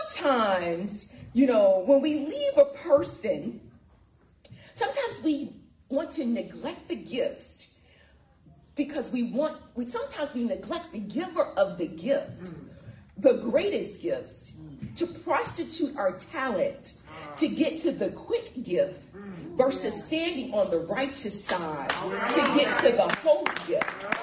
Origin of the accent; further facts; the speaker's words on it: Florida, United States; growing up in South Florida